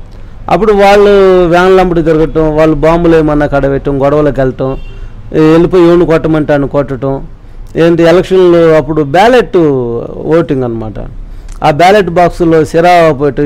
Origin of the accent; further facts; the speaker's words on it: Reddipuralu, Andhra Pradesh, India; పొన్నూరు నుంచి 2 కిలోమీటర్లు 4 మా ఊరు రెడ్డిపురాలు మా ఊరు నుంచి 2 కిలోమీటర్లు ఒడ్డు ముక్కలు ఉండదు